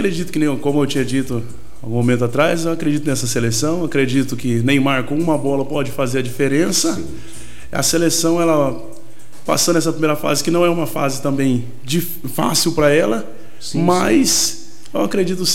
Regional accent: Brazil; a gente é brasileiro

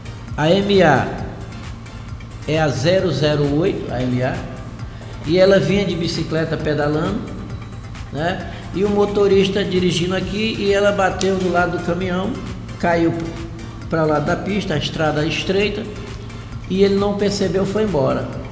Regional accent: Olho d'Água das Cunhãs, Maranhão, Brazil; born there; Olho d'Água das Cunhã, lá na minha terra, lá onde eu nasci. Eu nasci no município de Palmeira, Olho d'Água das Cunhã.

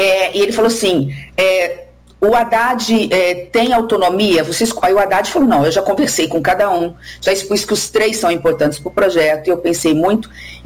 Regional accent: Brazil; eu sou do interior do Brasil

